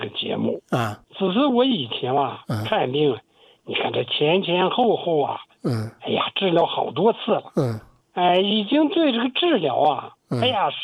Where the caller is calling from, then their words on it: Shanxi, China; 我是山西的听众啊